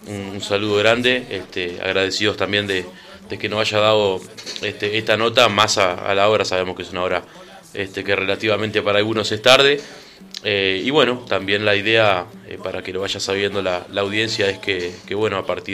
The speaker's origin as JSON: {"language": "Spanish", "region": "Maldonado", "country": "Uruguay", "said": "Yo soy de Barrio Rivera, Maldonado, soy de Barrio Rivera."}